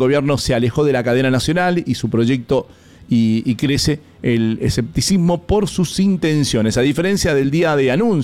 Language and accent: Spanish; Mendoza, Argentina